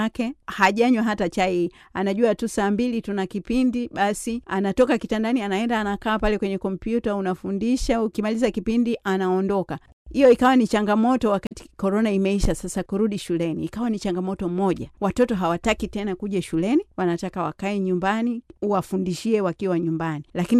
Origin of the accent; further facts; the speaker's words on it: Lushoto, Tanga Region, Tanzania; Sasa unajiuliza, mimi natoka Lushoto kule Gare, hata nchi yangu yenyewe sifahamu vizuri